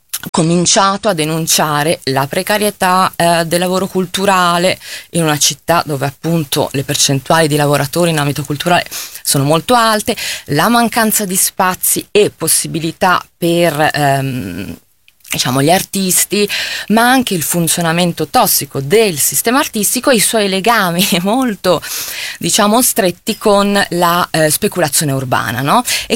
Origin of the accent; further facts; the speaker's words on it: Milan, Lombardy, Italy; moved away as an adult; now in Hamburg, Germany; sono nata a Milano, che sento profondamente, diciamo, come la mia città, qui sono cresciuta, qui ho le mie ho costruito le mie amicizie più importanti e soprattutto le esperienze politiche che mi hanno formata.